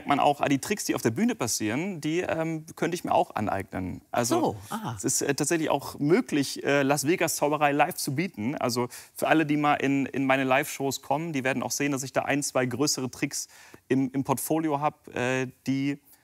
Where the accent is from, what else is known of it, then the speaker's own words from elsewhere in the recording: Japan; ich bin Japaner